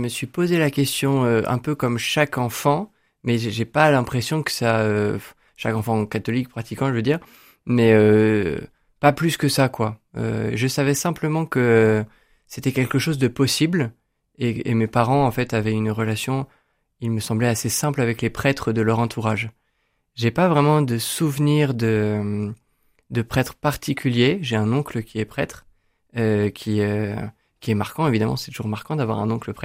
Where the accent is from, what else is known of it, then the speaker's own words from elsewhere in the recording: Rennes, Brittany, France; j'ai 29 ans et j'ai grandi à Rennes. J'ai passé tout mon collège-lycée à Rennes